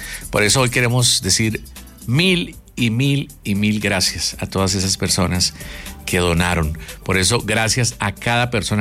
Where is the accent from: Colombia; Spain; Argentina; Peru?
Colombia; Esto nos enorgullece como colombianos.